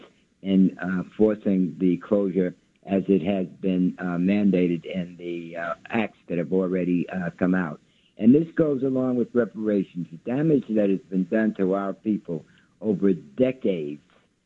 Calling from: New York City, New York, United States; from Brooklyn.

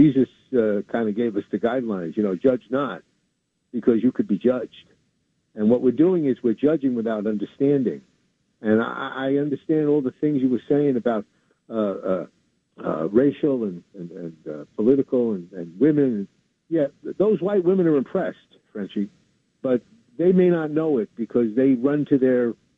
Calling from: New York City, New York, United States; in Brooklyn again.

